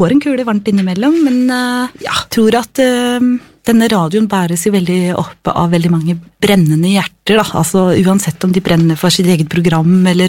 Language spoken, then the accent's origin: Norwegian; Oslo, Norway; Med sånn født og oppvokst I Oslo